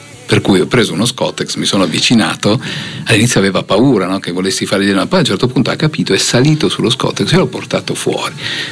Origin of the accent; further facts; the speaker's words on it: Piedmont, Italy; moved away; also born or lived in Casorate Sempione; Però provengo dalla provincia di Vercelli.